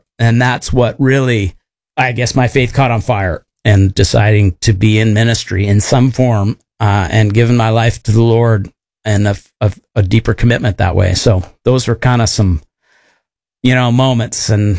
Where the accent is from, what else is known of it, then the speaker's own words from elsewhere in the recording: Harvey, North Dakota, United States; also born or lived in Seattle; I remember about 4 years old, I remember moving out from the Seattle area to a little tiny town called Harvey, North Dakota.